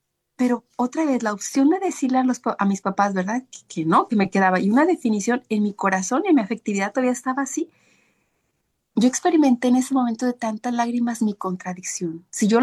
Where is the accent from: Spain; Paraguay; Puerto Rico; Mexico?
Mexico; Guadalajara, Jalisco; salir de mi pueblo de Guadalajara, de México, era Guadalajara, todo uno experimenta que la cultura, todo está súper bien, pero uno va a otro país, es un contraste